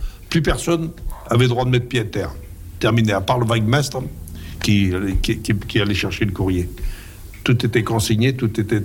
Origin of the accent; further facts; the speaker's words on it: France; Alors, étant donné que nous étions français, il nous avait donné la priorité